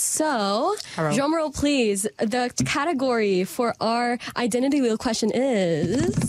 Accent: Philippines; moved away; And when I moved here, it kind of just, like, the traditions that I know, because most of them are kind of just happening in the Philippines more than it does happen

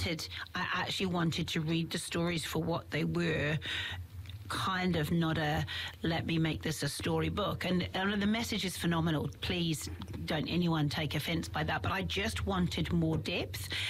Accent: England, United Kingdom; This book is what England was, well, my home country was built on.

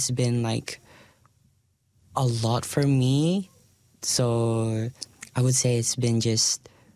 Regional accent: Philippines; moved away

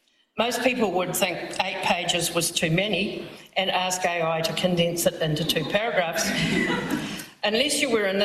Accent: Taupiri, Waikato, New Zealand; also born or lived in Ngāruawāhia; I was born in Ngārua Wahia, and I spent the first 14 years of my life in Taupiri. So Taupiri is my mountain, and Waikato is my awa.

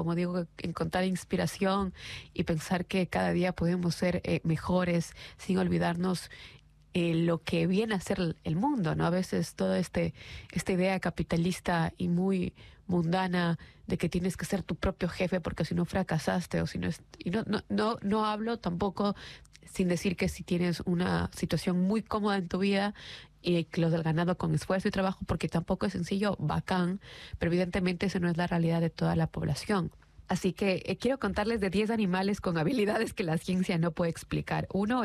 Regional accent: Ecuador; now in Hamilton, New Zealand; esto sí lo dejo en español porque obviamente es la lengua que nos conecta como ecuatorianos en el momento.

